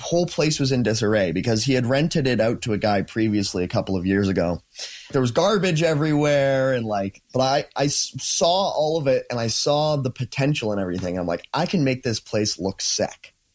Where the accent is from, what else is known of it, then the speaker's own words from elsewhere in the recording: Coalhurst, Alberta, Canada; Quite different. So I grew up in Colhurst, Alberta.